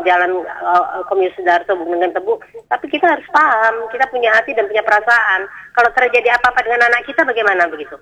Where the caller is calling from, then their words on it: Pontianak, West Kalimantan, Indonesia; Saya orang Dr. Wahidin ya